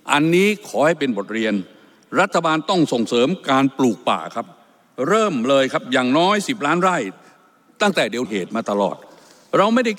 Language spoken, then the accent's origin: Thai; Rayong, Thailand; ผมเป็นคนจังหวัดระยอง